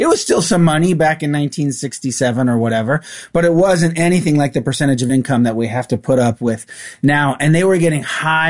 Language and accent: English; California, United States; so I grew up in California. My parents are the product of California state universities.